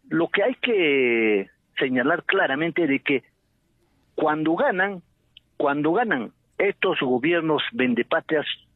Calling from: Juliaca, Puno, Peru; Me comunico de la ciudad de Juliaca.

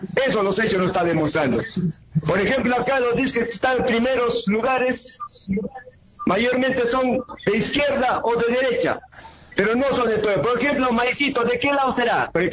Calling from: Juliaca, Puno, Peru; desde Juliaca.

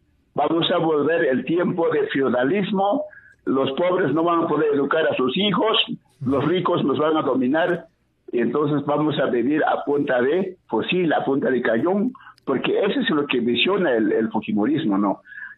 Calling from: Samán, Puno, Peru; llamo desde el distrito de Samán, provincia de Zángaro.

